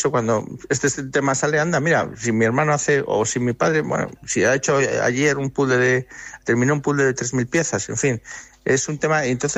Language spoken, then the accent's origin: Spanish; Valladolid, Castile and León, Spain; Bueno, pues las personas que lo hemos promovido somos de aquí, de Valladolid.